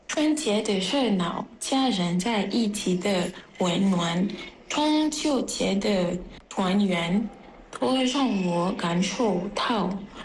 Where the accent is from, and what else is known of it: Gabon; Chinese is a second language